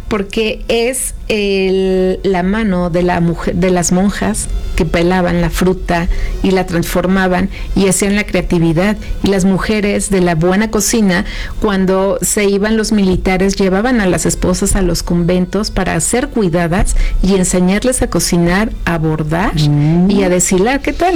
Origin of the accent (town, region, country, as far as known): Mexico